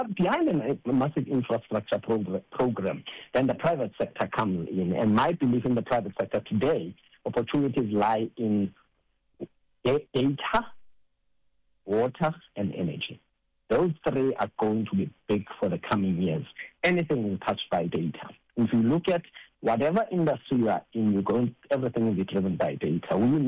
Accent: South Africa; I come from Guatemala. I was raised in Guatemala, and I grew up in the streets of Guatemala

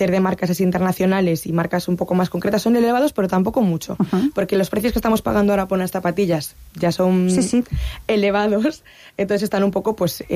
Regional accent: Oleiros, Galicia, Spain; yo soy de Oleiros, por las playas de Oleiros.

